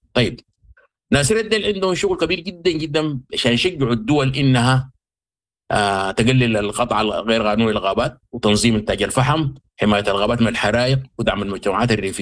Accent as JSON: {"language": "Arabic", "country": "Sudan", "said": "ونحن دورنا كبير كسودانيين"}